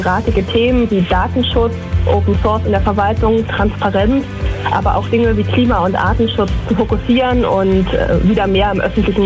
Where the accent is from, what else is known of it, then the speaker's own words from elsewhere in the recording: Lusatia, Germany; born there; moved away as an adult; now in Leipzig, Germany; ich bin 1991 in der Lausitz geboren, bin dann 2011 zum Studium nach Leipzig gekommen und ja, war eigentlich von vornherein begeistert von der Stadt, sodass ich entschieden habe, hier zu bleiben.